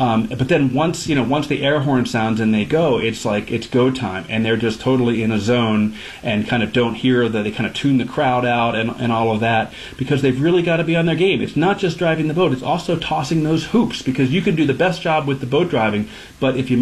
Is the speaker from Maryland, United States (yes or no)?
yes; Maryland, United States